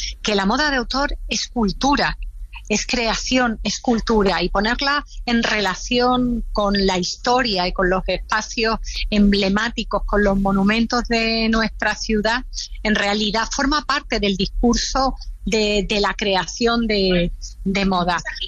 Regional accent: Málaga, Andalusia, Spain; yo soy de Málaga y soy un poco exagerada.

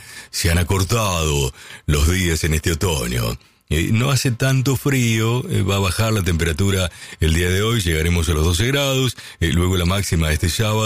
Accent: Lincoln, Buenos Aires Province, Argentina; moved away; Cuando yo salí del pueblo, yo salí de Lincoln

